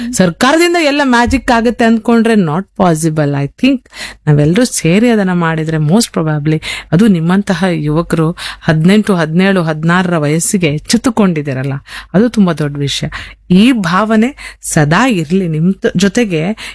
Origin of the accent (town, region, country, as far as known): Kundapura, Karnataka, India